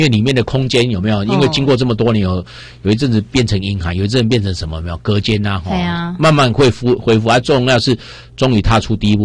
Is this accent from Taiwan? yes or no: yes; Taiwan